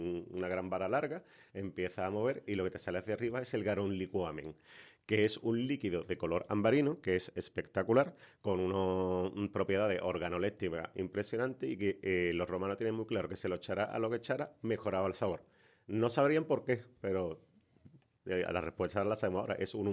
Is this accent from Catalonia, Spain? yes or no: no; Cádiz, Andalusia, Spain